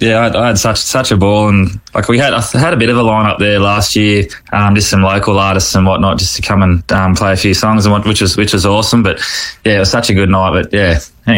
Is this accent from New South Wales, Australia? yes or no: yes; Boggabri, New South Wales, Australia; born or raised there